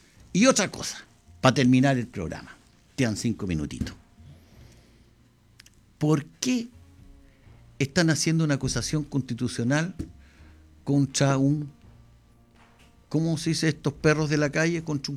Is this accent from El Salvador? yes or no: no; Chile